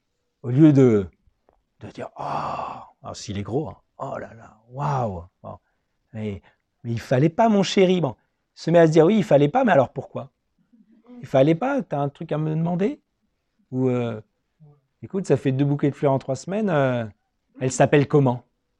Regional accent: Metz, Grand Est, France; born there; Moi, je suis né à Metz, en France.

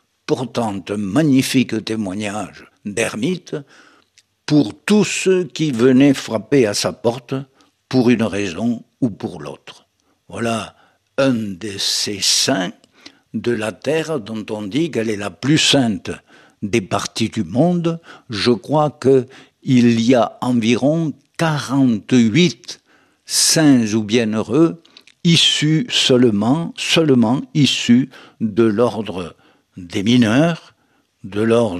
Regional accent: France; Chez nous, en France

